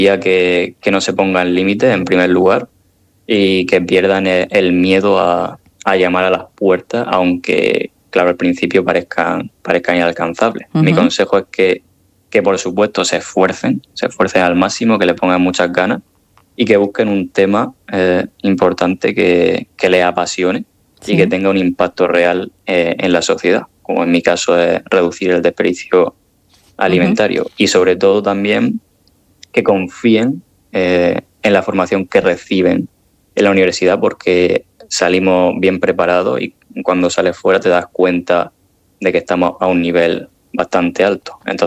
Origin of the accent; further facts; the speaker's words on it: Region of Murcia, Spain; moved away as an adult; now in Zurich, Switzerland; un saludo muy fuerte desde Zurich para los oyentes y, por supuesto, para mi tierra, para Murcia.